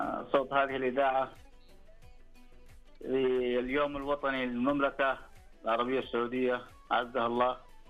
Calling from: Yemen; انا من اليمن.

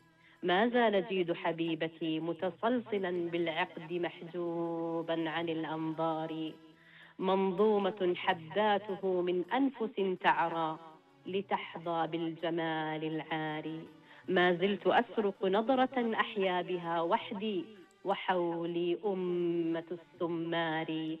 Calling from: Riyadh, Riyadh Province, Saudi Arabia

